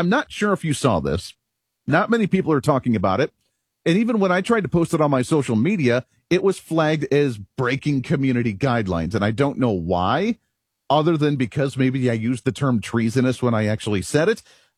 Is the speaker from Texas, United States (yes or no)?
no; Kansas, United States; Growing up in Kansas here, we have a lot of dirt tracks